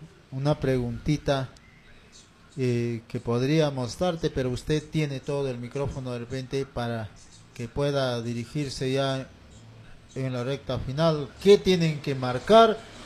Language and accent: Spanish; Peru; nosotros desde 1978 hemos crecido donde sector Belén, Anapiari, Unión Autiqui, mi pueblo donde me vio crecer, ahí